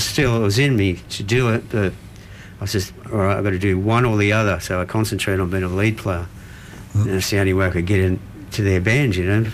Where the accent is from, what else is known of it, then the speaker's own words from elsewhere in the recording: Kogarah, New South Wales, Australia; But we grew up in Cogra, down, Cogra, like Brighton area and all that. We grew up around there